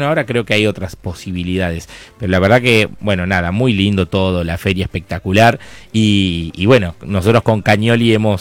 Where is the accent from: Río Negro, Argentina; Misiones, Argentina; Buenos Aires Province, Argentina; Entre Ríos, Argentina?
Buenos Aires Province, Argentina; Azul; moved away; also born or lived in Tandil; la gente de Azul, de mi ciudad natal